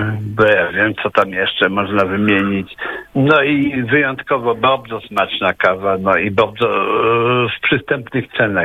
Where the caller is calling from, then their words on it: Piekary Śląskie, Silesian Voivodeship, Poland; z piekał.